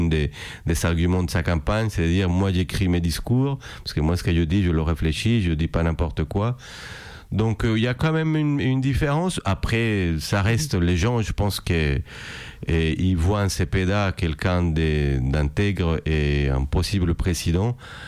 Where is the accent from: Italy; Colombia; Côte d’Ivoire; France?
Colombia; moved away; je suis retourné dans mon quartier, là où j'ai grandi